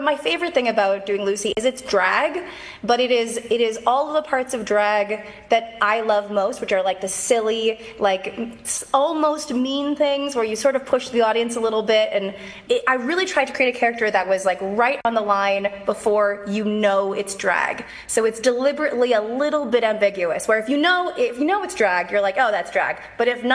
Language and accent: English; Canada; and I'm Canadian, so it's even worse.